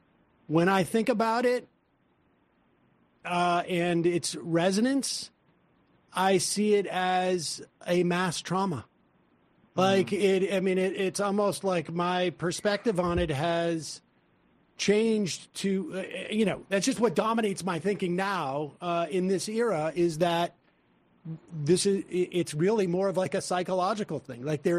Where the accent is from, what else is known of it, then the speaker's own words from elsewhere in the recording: Worcester, Massachusetts, United States; I grew up in Worcester, Massachusetts. It was not not the most Jewish of places, but we were, in Hebrew school.